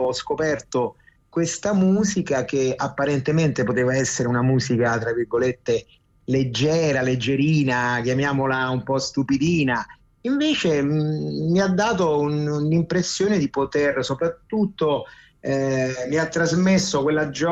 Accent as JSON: {"language": "Italian", "town": "Rome", "region": "Lazio", "country": "Italy", "said": "però insomma comunque l'Italia è sempre il mio paese, Roma soprattutto è la mia città"}